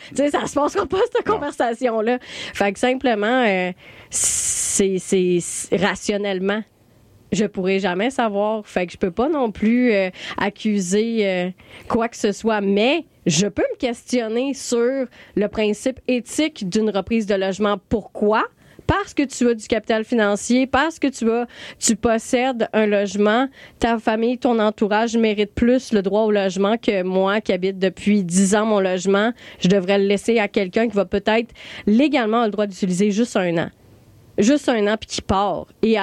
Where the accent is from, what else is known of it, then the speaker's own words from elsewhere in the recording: Trois-Rivières, Quebec, Canada; born there; now in Montreal, Canada; Tu sais, moi, je suis née à Trois-Rivières, puis quand je suis arrivée à Montréal